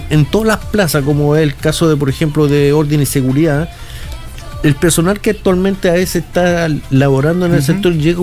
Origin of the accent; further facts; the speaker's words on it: Antofagasta, Chile; Yo soy de Antofagasta, pero la plaza está en Santiago